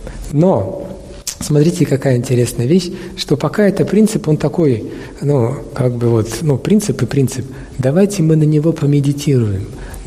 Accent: Russia

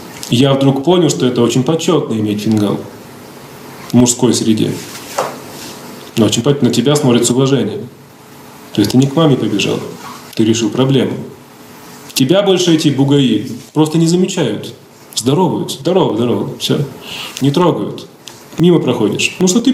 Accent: Komsomolsk-on-Amur, Khabarovsk Krai, Russia; Я вырос в Комсомольске-на-Амуре. Это город, который был построен на месте Амурлага.

